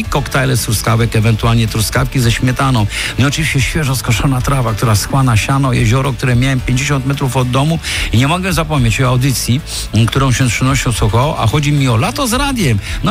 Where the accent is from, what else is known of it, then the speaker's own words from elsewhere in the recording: Silesian Voivodeship, Poland; Jako dziecko wychowywana na Górnym Śląsku pośród blokowisk, pamiętam jak w moim 10-piętrowym bloku trzyklatkowym mieszkały 23 osoby z mojej klasy